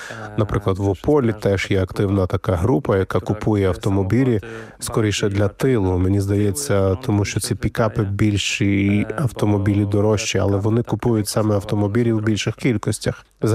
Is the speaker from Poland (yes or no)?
yes; Poland; Ukrainian is a second language; лише через деякий час згадую, що я з Польщі